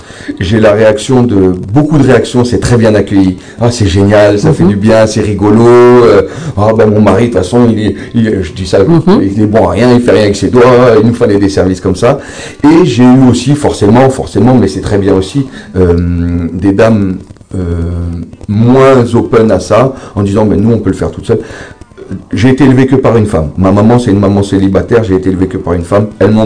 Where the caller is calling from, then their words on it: Païta, South Province, New Caledonia; Je viens de Payta.